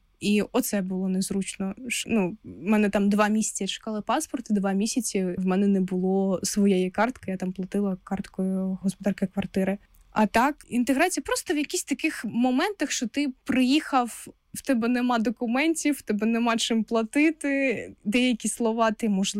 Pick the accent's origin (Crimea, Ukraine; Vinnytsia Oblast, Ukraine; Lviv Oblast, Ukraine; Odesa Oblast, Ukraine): Crimea, Ukraine; moved away as an adult; now in Kyiv, Ukraine; Я б дуже сильно хотіла, щоб в мене прописка стояла в Криму, в моєму рідному місті, в моєму рідному домі.